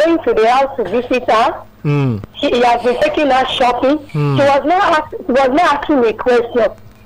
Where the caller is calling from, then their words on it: Ikeja, Lagos, Nigeria; I'm calling from Ikeja.